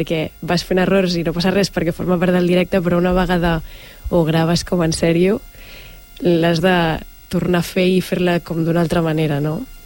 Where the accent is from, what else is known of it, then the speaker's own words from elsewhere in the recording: Begues, Catalonia, Spain; now in Sant Boi de Llobregat, Spain; jo sóc de Begues i ara visc aquí a Sant Boi